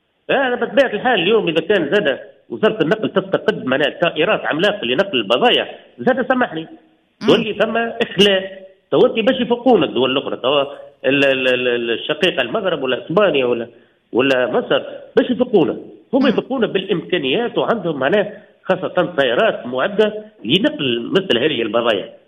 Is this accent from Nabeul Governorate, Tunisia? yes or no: yes; Nabeul Governorate, Tunisia